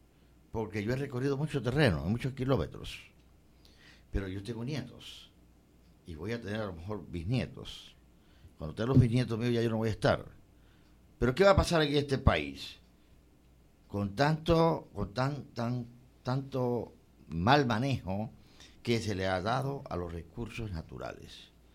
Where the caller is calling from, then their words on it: Macaracas, Los Santos, Panama; ciudadano panameño, vivo en Macaracas.